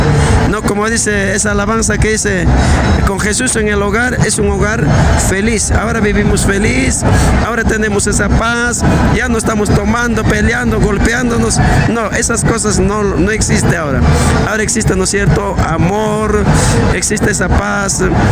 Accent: Lima, Peru; now in Arequipa, Peru; Nosotros somos de Lima, venimos a Arequipa

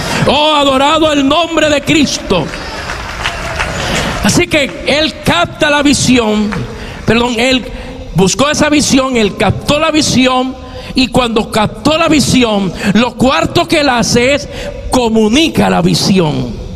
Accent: Puerto Rico; Y soy puertorriqueño.

